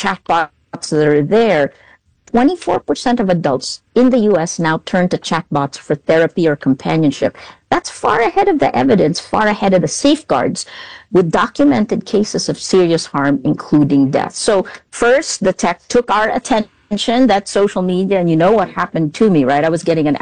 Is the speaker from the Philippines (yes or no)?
yes; Philippines; Because I come from the Philippines.